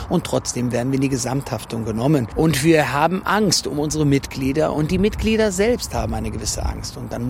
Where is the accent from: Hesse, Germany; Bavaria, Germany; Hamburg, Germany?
Hesse, Germany; Frankfurt am Main; als Frankfurter, als Deutscher, als Jude